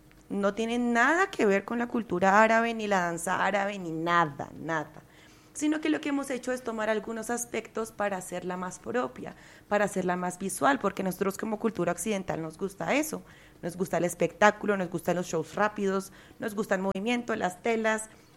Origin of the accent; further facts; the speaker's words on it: Colombia; moved away as an adult; now in Egypt; cuando yo en este momento vivo en Egipto, y cuando voy a Egipto me dicen, pero ¿qué hace una colombiana bailando danza árabe?